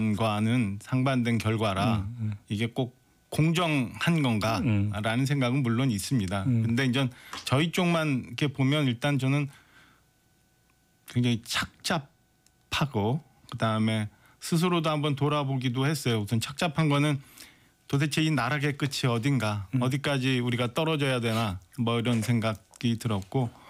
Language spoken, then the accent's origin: Korean; Wonju, Gangwon, South Korea; 안녕하세요. 원주에서 왔습니다.